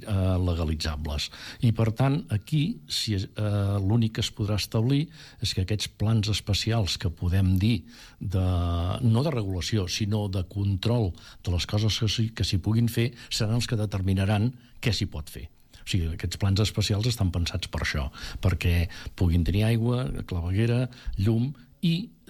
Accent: Catalonia, Spain; No em conec bé l'àrea metropolitana de Barcelona, jo sóc del Vallès, i em sap greu.

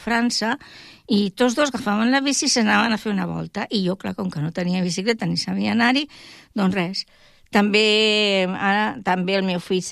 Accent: Barcelona, Catalonia, Spain; jo sóc barcelonina

